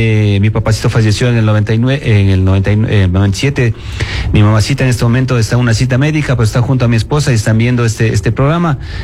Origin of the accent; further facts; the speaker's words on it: Sangolquí, Pichincha, Ecuador; also born or lived in Quito; nací en Quito, un 26 de diciembre de 72, un miércoles. Y bueno, y mi esposa, yo viví por mi mamacita y mi papá en Sangolquí. Creo que he vivido toda mi vida en Sangolquí.